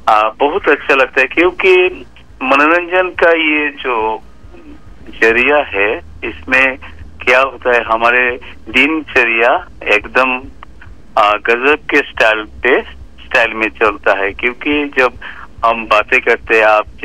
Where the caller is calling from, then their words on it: Ramkrishna Nagar, Assam, India; मेरा गांव का नाम है राम कृष्ण नगर, डिस्ट्रिक्ट श्री भूमि, असम